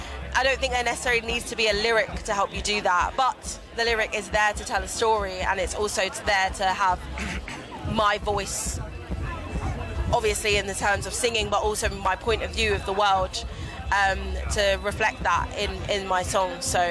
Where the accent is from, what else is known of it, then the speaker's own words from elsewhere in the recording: Jamaica; I'm from Jamaica.